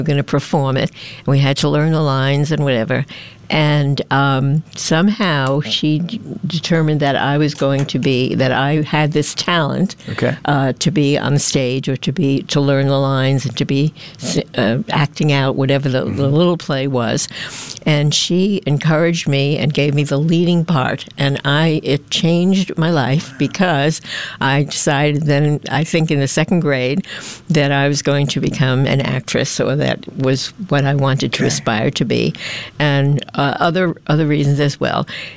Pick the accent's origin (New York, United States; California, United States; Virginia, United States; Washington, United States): New York, United States; New York City; I grew up in New York City, but it was a small town in a way. If you in the area that I lived, everyone knew everybody.